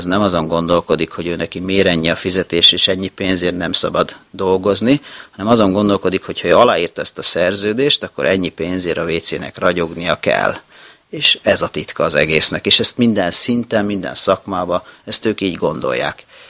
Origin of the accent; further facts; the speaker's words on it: Hungary; de azért én magyar ember vagyok